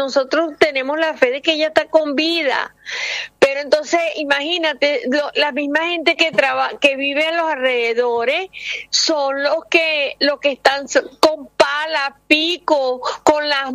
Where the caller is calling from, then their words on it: Venezuela; Nosotros sobrevivimos porque nosotros somos venezolanos y tenemos fe.